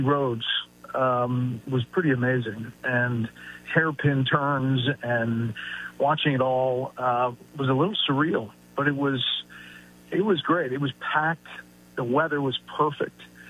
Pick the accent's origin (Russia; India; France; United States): United States; Atlanta, Georgia; I grew up in Atlanta, so I was an Atlanta.